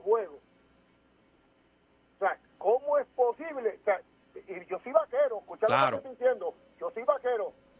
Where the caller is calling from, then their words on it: Puerto Rico; yo soy boricua hasta la muerte